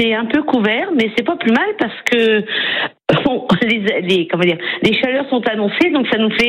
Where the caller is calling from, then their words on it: Maillé, Pays de la Loire, France; J'appelle de Maillé